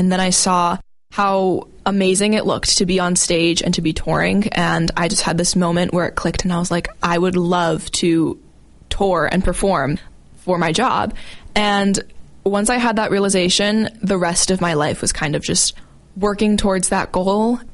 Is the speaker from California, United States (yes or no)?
no; Wellesley, Massachusetts, United States; I grew up in Wellesley, Massachusetts.